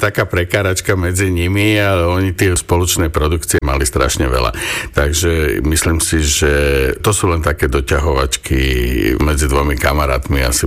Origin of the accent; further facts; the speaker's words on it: Bratislava, Bratislava Region, Slovakia; Áno, som rodák z Bratislavy. Mám k tomuto mestu naozaj, by som povedal, aj citový vzťah.